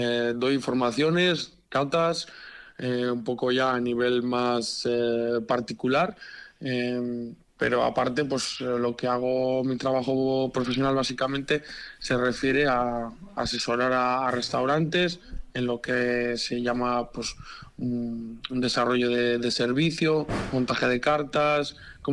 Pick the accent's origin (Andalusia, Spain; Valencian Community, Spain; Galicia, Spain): Galicia, Spain; now in Basque Country, Spain; Yo soy gallego.